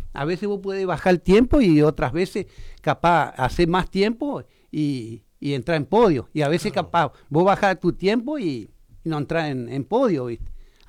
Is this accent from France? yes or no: no; Argentina; ahí a 50 metros al oeste, ahí nací yo, que era la casa de mi abuelo paterno